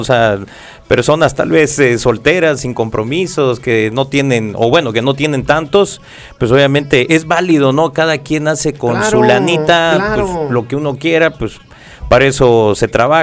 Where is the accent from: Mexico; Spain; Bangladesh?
Mexico; nosotros como buenos mexicanos